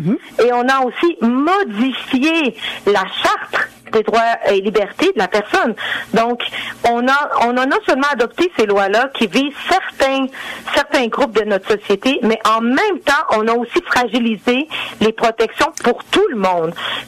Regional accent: Quebec, Canada; ben alors on va pas remettre en question que je suis une Québécoise.

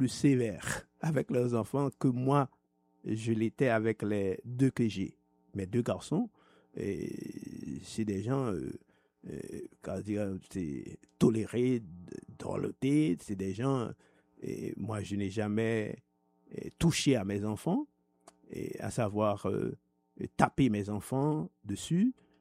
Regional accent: Haiti; Si un pays que je devais aimer, c'est Haïti, puisque je suis haïtien. Okay? Ça, je n'ai pas besoin de le dire. En m'entendant parler, vous savez tous que je suis haïtien.

